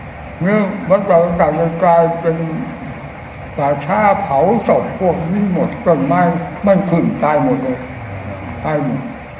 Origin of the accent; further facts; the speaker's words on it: Isan, Thailand; ชาวอีสานก็พูดถึงองค์ความตนเราเป็นคนชาวอีสาน